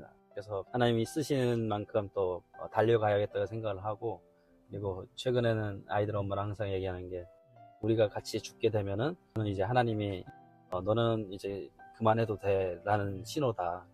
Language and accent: Korean; North Korea; also born or lived in China; now in South Korea; 그때가 98년도에 제가 탈북을 했으니까